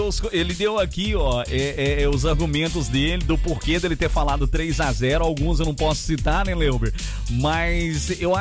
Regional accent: Brazil; sou brasileiro

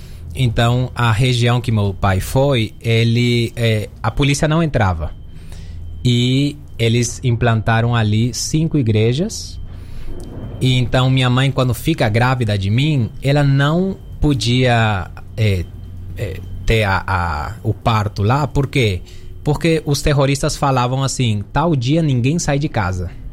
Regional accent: Rio de Janeiro, Brazil; born there; Então, eu vim, nasci no Rio de Janeiro e voltei com 1 ano.

